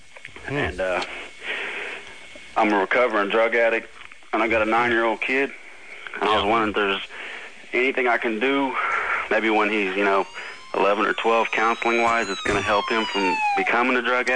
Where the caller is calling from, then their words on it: Oklahoma, United States; Yes, sir.